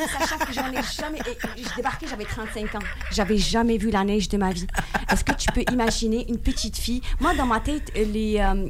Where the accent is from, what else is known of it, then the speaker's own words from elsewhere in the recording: Casablanca, Casablanca-Settat, Morocco; moved away as an adult; now in Quebec City, Canada; ça fait 3 ans et demi, un peu plus que 3 ans et demi que je suis à Québec. Je suis venue du Maroc, je suis une Casablancaise. C'était même pas prévu dans mes plans de rester à Québec.